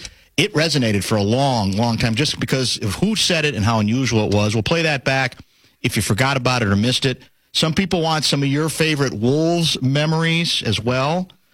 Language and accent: English; Chicago, Illinois, United States; That's what I grew up on in Chicago